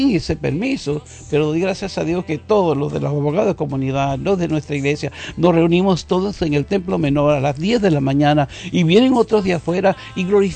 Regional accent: Venezuela; now in United States; yo como venezolano anhelaría que un día tuviéramos el consulado de Venezuela acá.

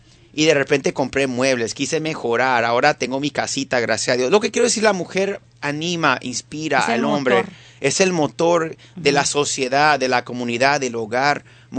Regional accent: Venezuela; moved away; como venezolano siempre le pido que oren por mi nación.

